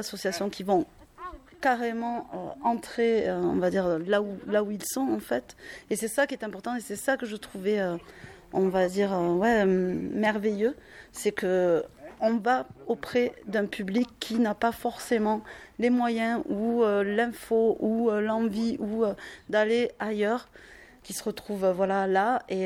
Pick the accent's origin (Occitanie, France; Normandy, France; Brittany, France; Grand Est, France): Occitanie, France; Carmaux; born there; Donc, moi je suis née à Carmaux. Bon, après j'ai bougé, mais je suis née à Carmaux.